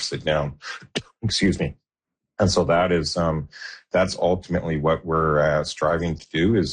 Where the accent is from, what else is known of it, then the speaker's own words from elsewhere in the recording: Kamloops, British Columbia, Canada; I think it's because I'm from the Kamloops area and I have that interior pragmatism and common sense to me